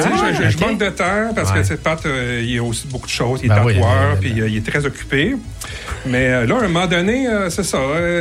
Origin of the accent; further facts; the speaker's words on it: Joliette, Quebec, Canada; moved away as an adult; also born or lived in Montreal; now in Joliette, Canada; nous, on vient de la région de Joliette.